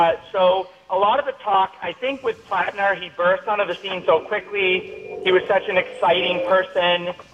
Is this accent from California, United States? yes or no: no; Maine, United States; so I'm originally from Maine, have friends.